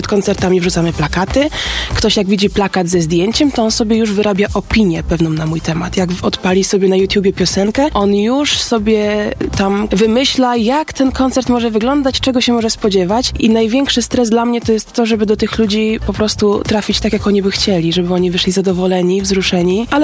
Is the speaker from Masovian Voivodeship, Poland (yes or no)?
no; West Pomeranian Voivodeship, Poland; Myślę, że ogromny, dlatego, że ja jestem spod Szczecinka. Ja się tu wychowałam